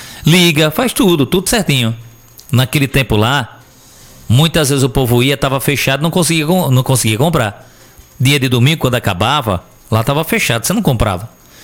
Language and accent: Portuguese; Penedo, Alagoas, Brazil; Eu lembro que quando eu era criança, morava no Raimundinho, anos 80, acho que ali era 84, só tinha um local aqui em Penedo que vendia botijão de gás.